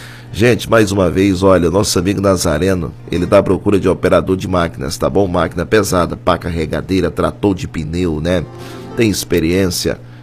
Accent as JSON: {"language": "Portuguese", "country": "Brazil", "said": "Somos brasileiros"}